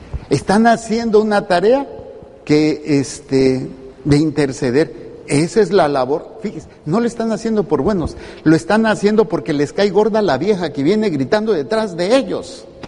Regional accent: Mexico City, Mexico; moved away as an adult; now in Baja California, Mexico; más de la mitad de mi vida llevo viviendo aquí. Yo soy chilango.

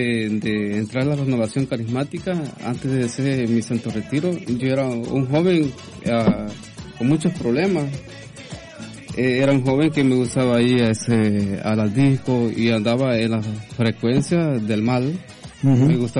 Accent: San Rafael Cedros, Cuscatlán, El Salvador; Sí, es de la parroquia de San Rafael Cedro.

